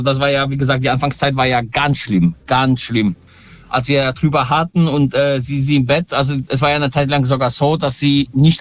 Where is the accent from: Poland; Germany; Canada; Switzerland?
Poland; Ich komme ursprünglich aus Polen. Also ich bin gebürtig in Polen.